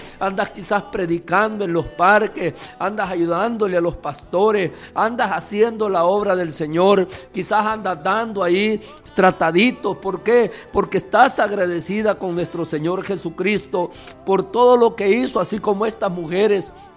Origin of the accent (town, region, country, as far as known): El Salvador